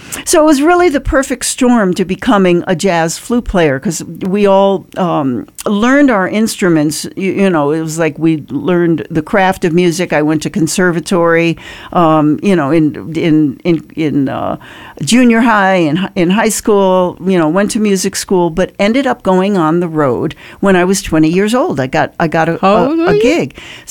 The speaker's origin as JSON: {"language": "English", "region": "New York", "country": "United States", "tie": "born or raised there", "said": "Well, I was born in New York City. I grew up actually outside of the city, but I grew up in a musical family. I was born in the early 50s."}